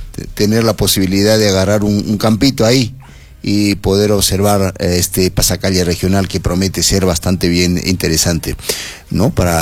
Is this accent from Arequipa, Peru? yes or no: yes; Arequipa, Peru; cuánto se quiere a nuestra región Arequipa.